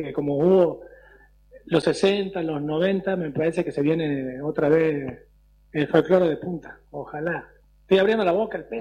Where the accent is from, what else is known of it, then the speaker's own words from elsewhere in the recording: Catamarca, Argentina; Catamarca, mi tierra natal.